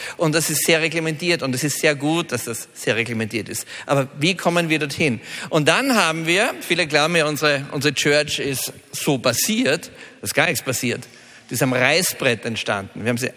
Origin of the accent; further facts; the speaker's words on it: Austria; ich bin auch aus Österreich. … bin Unternehmer in Salzburg